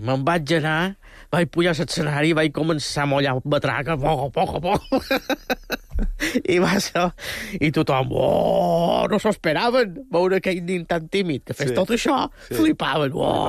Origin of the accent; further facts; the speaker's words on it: Banyalbufar, Balearic Islands, Spain; El meu poble, Banyabufà, som un poquet més originals.